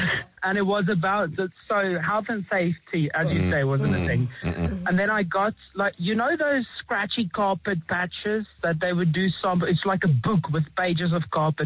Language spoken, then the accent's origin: English; Pretoria, Gauteng, South Africa; I grew up in Monument Park, so on the other side of Watercliff Rath, where you look down on us.